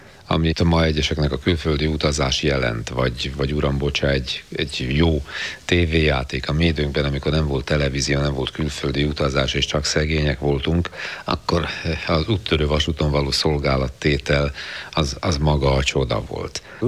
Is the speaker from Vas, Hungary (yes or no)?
no; Budapest, Hungary; mi a Flaszteron nőttünk fel. Én ott laktam a 9-ben, szóval ház, tégla, beton, Flaszter, ott nőttünk föl